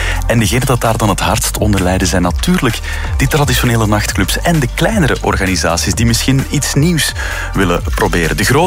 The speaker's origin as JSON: {"language": "Dutch", "country": "Belgium", "said": "En dan zijn we als Belg misschien nog wel redelijk goede ticketkopers die zin hebben in zomer, in feest."}